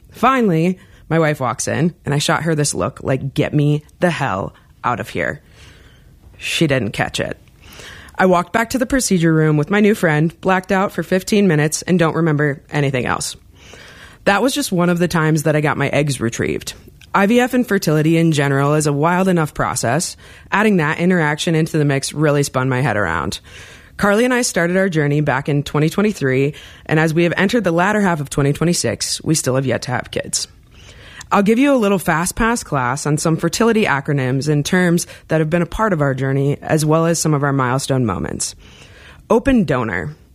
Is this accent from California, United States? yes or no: no; Flint, Michigan, United States; and I'm from Flint, Michigan.